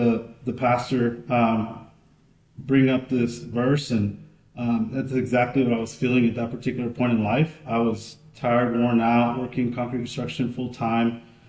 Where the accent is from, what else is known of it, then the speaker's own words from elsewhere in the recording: Oregon, United States; I'm a middle child of seven. I grew up in Oregon